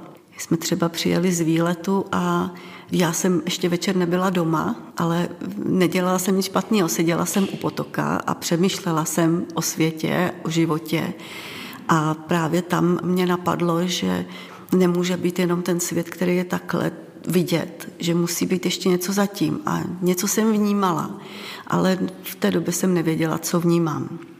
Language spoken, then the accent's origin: Czech; Čelákovice, Central Bohemian Region, Czechia; z Čelákovic a chtěla jsem se s vámi sdílet o tom, jak jsem poznala Pána Ježíše.